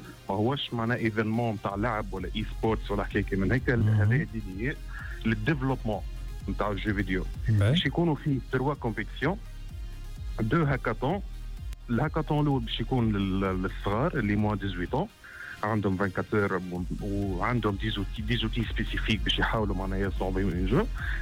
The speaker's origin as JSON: {"language": "Arabic", "country": "Tunisia", "said": "اللي عندنا في تونس"}